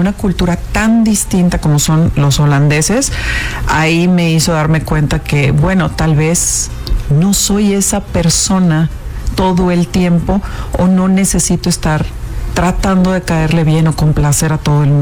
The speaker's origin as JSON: {"language": "Spanish", "town": "Monterrey", "region": "Nuevo León", "country": "Mexico", "also_born_or_lived": "Mexico City / Villahermosa", "accent": "norteño", "moved": "as an adult", "said": "tuve que bajar mi ritmo y mi tono tan golpeado que tenemos en el norte. Yo soy regia, regia, y se me nota hasta el hueso."}